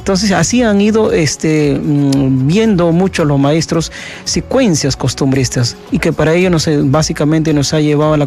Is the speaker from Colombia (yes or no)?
no; Puquio, Ayacucho, Peru; la parte costumbre de mi pueblo de Puquio por parte de mis padres